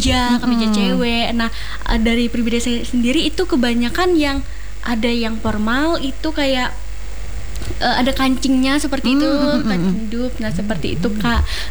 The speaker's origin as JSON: {"language": "Indonesian", "area": "Seruyan", "region": "Central Kalimantan", "country": "Indonesia", "moved": "yes", "lives_now": "Palangka Raya, Indonesia", "said": "Kalau aku dari Surian asalnya"}